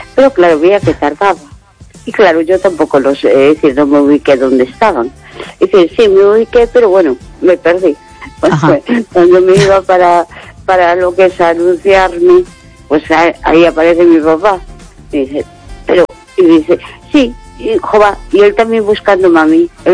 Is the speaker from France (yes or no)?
no; A Coruña, Galicia, Spain; yo soy de la Coruña, es decir, me considero coruñesa